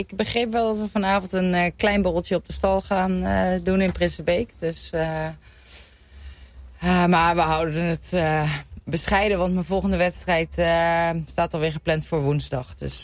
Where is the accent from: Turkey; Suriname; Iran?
Turkey; Batman, Batman Province; also born or lived in Enschede; now in Netherlands; Ja, ik ben al een heel tijd verhuisd naar Brabant. Maar inderdaad, oorspronkelijk kom ik uit Batman en ik heb in Enschede op de universiteit gestudeerd.